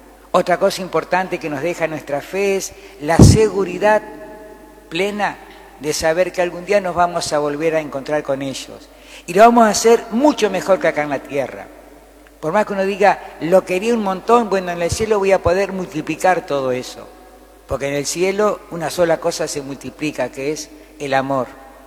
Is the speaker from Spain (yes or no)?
no; Argentina